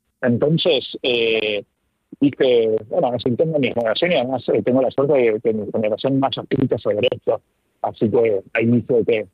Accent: Argentina; yo soy argentino, publiqué en España

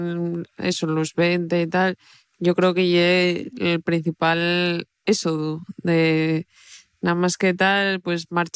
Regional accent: Asturias, Spain; Yo cuando estoy en mi pueblo, en el concello de ayer

